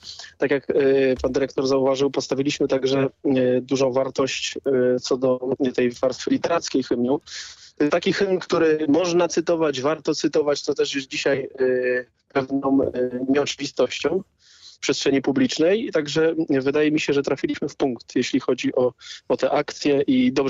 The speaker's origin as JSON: {"language": "Polish", "region": "Subcarpathian Voivodeship", "country": "Poland", "said": "ja pochodzę z Podkarpacia, mieszkam w Rzeszowie"}